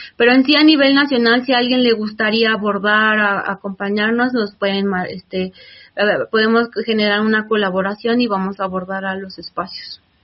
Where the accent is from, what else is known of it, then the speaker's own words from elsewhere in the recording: Ecatepec, State of Mexico, Mexico; soy de aquí de Catepec, Estado de México.